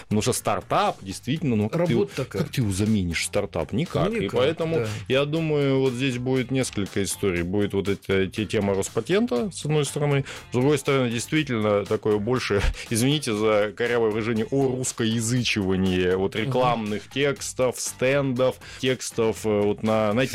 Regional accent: Sakha Republic, Russia; Я сам родился и вырос в Якутии, да, во мне течет якутская кровь.

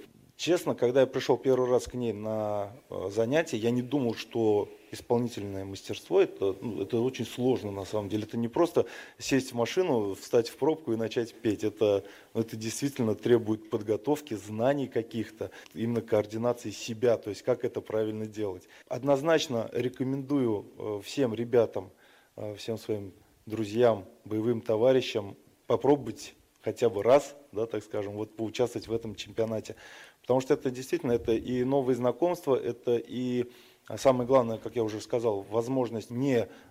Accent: Pestrechinsky District, Tatarstan, Russia; я сам из Пестреченского района

